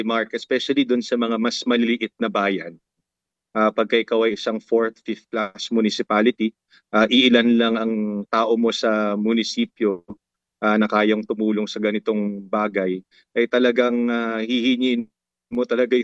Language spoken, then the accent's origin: Tagalog; Cagayan Valley, Philippines